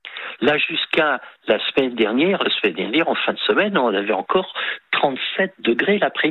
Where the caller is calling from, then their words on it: Occitanie, France; j'habite un petit village au nord de Narbonne.